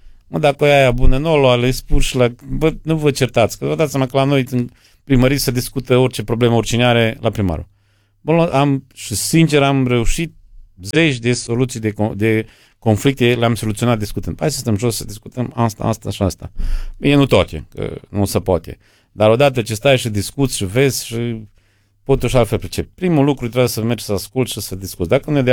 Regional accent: Coșbuc, Bistrița-Năsăud, Romania; vă dați seama, sunt din Coșbuc.

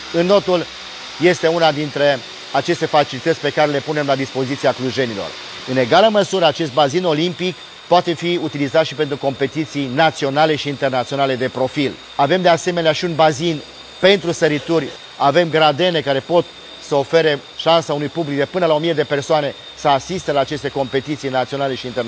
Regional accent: Cluj-Napoca, Cluj County, Romania; aici la noi acasă, la Cluj

